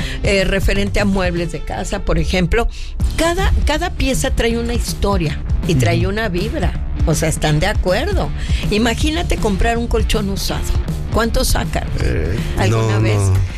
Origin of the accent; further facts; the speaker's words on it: Veracruz, Mexico; Soy de Veracruz. Somos de Veracruz.